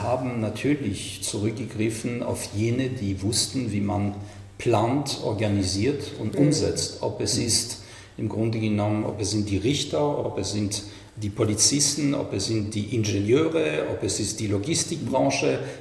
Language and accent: German; Munich, Bavaria, Germany